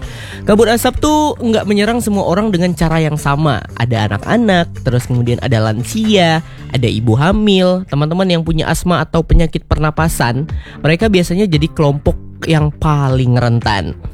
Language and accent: Indonesian; West Kalimantan, Indonesia; Sebagai warga Kalimantan Barat